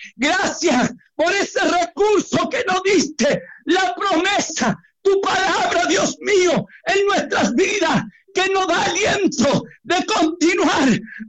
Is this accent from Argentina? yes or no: yes; Argentina